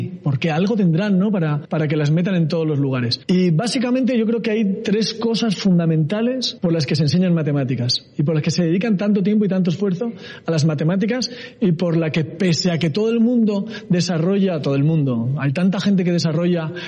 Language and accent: Spanish; Logroño, La Rioja, Spain; Pero no había informática en Logroño, de donde yo soy, no había informática